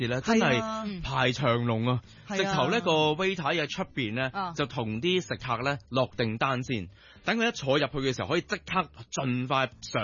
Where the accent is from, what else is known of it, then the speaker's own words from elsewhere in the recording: Fujian, China; 我系福建人